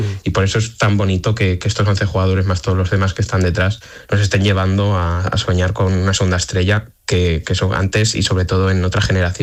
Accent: Aragon, Spain; O sea, yo soy de un pueblo de Teruel, y ahí estaré con mi padre.

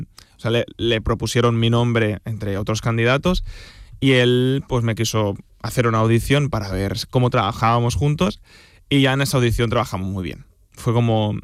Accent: Blanes, Catalonia, Spain; moved away as an adult; also born or lived in Bath, England; now in Madrid, Spain; Yo soy de un pueblo cerca de Barcelona.

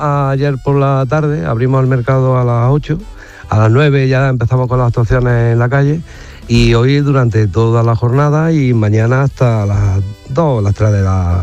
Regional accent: Baños de la Encina, Andalusia, Spain; Baños de la Encina, con mi pueblo.

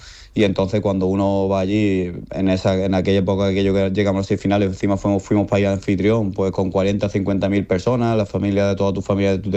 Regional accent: Málaga, Andalusia, Spain; moved away as an adult; now in Tangerang, Indonesia; yo nací en Málaga, soy malagueño, me crecí en Málaga, mi madre es malagueña, pero con 19 o 20 años, pues bueno, me surgió la posibilidad de tener la doble nacionalidad por parte de padre

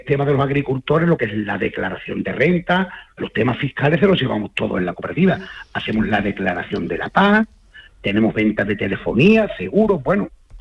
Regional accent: Villanueva de San Juan, Andalusia, Spain; haber puesto en el mapa a Villanueva de San Juan, que es un pueblo muy bonito, y además te comento que somos de la Sierra Sur de Sevilla, y somos un pueblo muy desconocido, ¿sabes?

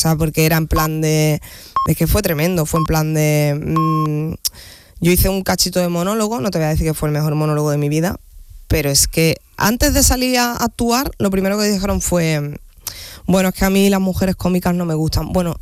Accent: Andalusia, Spain; yo soy andaluza, soy mujer, soy cómica

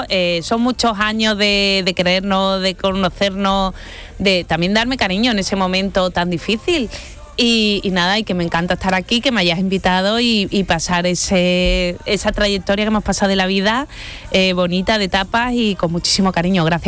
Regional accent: Seville, Andalusia, Spain; Somos sevillanos

